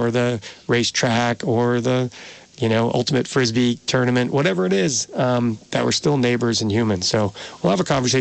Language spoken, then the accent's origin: English; Brookline, Massachusetts, United States; moved away; back where I grew up in Brookline, Massachusetts.